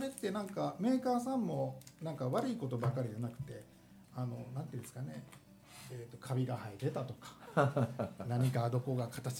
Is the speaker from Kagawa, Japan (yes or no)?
yes; Kagawa, Japan; born there; 私香川県の生まれでして、